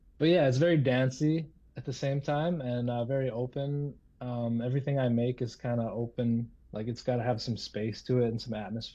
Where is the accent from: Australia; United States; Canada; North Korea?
Canada; Inuvik, Northwest Territories; I'm from Inuvik, Northwest Territories. I'm Inuvialuit. Most people know us as Inuit or Eskimo if you're kind of old school, but... So I'm from the Arctic. I was born and raised here.